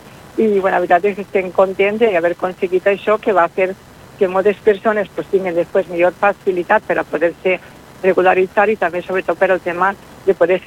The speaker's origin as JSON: {"language": "Catalan", "region": "Valencian Community", "country": "Spain", "said": "aquests hàbits que tenim nosaltres com a valencians"}